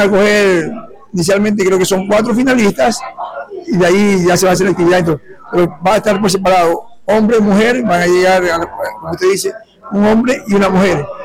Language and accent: Spanish; Calceta, Manabí, Ecuador; now in Manta, Ecuador; Sí, sí, nosotros somos de Calceta, Santa Marta nació como negocio en Calceta, y nosotros vivimos nuestros primeros años de vida en Calceta. Entonces, Calceta es una tierra muy ligada a nosotros, una tierra que la llevamos en el corazón.